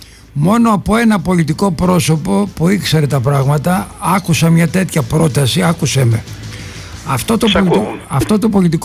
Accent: Volos, Thessaly, Greece; born there; also born or lived in Skiathos; Ναι, αλλά γεννήθηκα στο Βόλο.

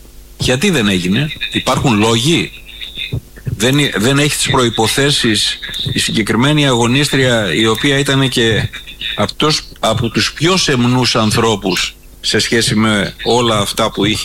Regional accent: Lefkada, Ionian Islands, Greece; όσοι είμαστε από τη Λευκάδα

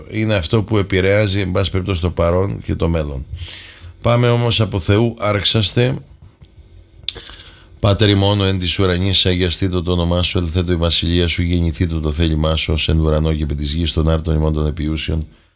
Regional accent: Greece; εμείς να έχουμε πρώτα απ' όλα όρεξη σαν Έλληνες να πάρουμε την πατρίδα μας πίσω.

